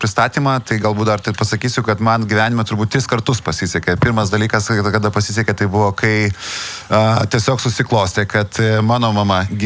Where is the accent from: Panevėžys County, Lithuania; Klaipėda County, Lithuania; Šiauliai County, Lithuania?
Klaipėda County, Lithuania; Kintai; mano mama gimė ir augo čia, užaugo, taip, tai turim čia tą tėviškę va, tokią Kintuose.